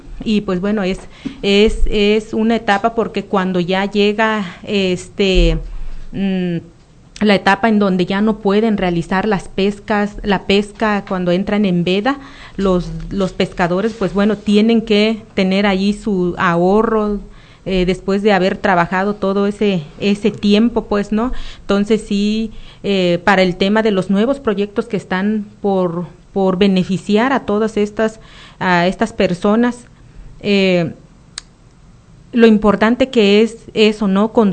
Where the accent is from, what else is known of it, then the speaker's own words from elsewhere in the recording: Nayarit, Mexico; Cuando vamos fuera de aquí del estado, siempre nos preguntan, ¿de dónde eres? No, pues de Nayarit, los mejores camarones, los mejores pescados.